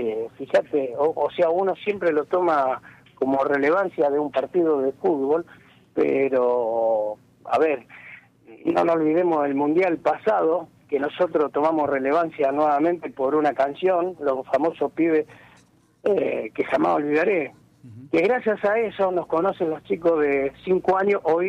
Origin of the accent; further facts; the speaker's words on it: Argentina; uno sufre como argentino